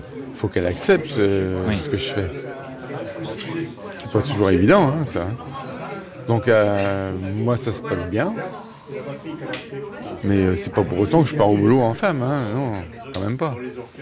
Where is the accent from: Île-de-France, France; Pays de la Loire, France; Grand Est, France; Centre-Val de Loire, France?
Pays de la Loire, France; Moi, je suis de Vendée.